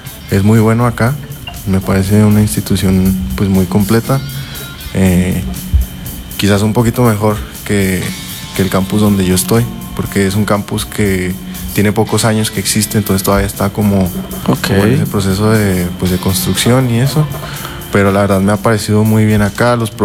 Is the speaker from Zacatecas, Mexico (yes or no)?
yes; Zacatecas, Mexico; moved away as an adult; now in Bucaramanga, Colombia; el lugar de donde yo vengo